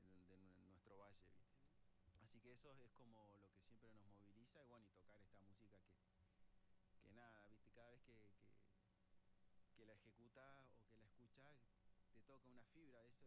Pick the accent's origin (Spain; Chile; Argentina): Argentina; Patagonia; quién me va a dar bola si soy de la Patagonia